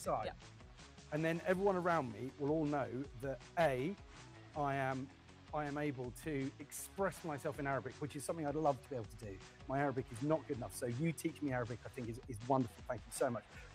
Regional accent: United Kingdom; I am alarmingly British. Sorry. I'd like to publicly apologize for how British I am.

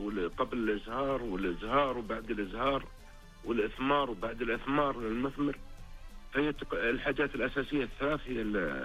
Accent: Saudi Arabia; احنا كسعوديين

